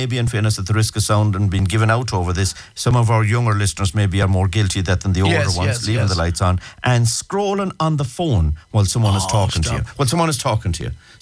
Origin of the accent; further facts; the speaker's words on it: Ireland; The worry now with corporation tax is that are we, as an Irish people and the Irish government, relying too heavy on it?